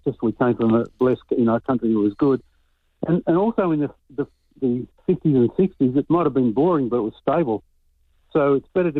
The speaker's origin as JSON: {"language": "English", "country": "Australia", "tie": "born there", "said": "I was born in Australia and I've got distant Aboriginal descent."}